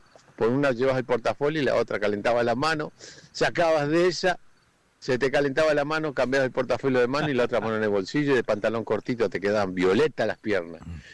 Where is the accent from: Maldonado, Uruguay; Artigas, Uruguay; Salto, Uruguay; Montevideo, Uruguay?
Montevideo, Uruguay; En el barrio que yo me crié, allá cerca de Danubio, en el barrio Jardines del Hipódromo o barrio Piria, no todos tenían agua.